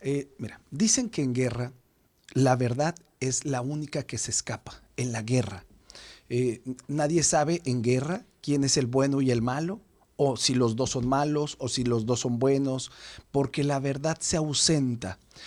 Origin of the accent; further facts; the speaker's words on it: Ciudad Juárez, Chihuahua, Mexico; me dice, ¿de dónde eres? De Ciudad Juárez.